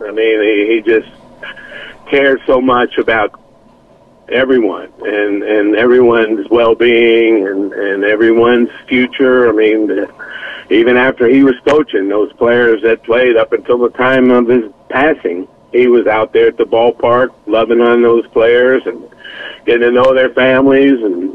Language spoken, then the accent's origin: English; Biloxi, Mississippi, United States; to bring minor league baseball to my hometown.